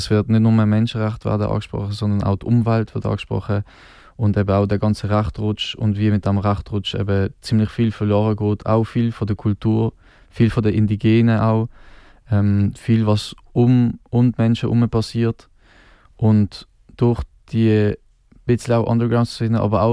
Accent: Switzerland; also vielleicht für uns als Schweizer

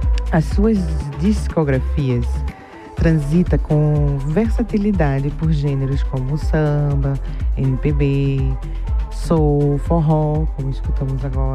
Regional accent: Northeast Brazil, Brazil; Eu que sou nordestina

